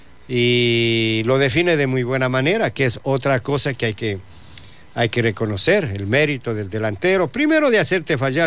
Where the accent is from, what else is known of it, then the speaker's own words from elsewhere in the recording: Ecuador; Somos ecuatorianos y somos orgullosos de ser ecuatorianos.